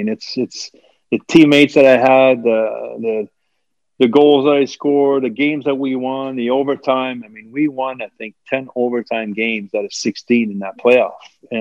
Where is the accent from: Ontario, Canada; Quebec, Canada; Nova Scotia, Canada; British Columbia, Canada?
Quebec, Canada; Montreal; Yeah, well, like I said, I was a kid from Montreal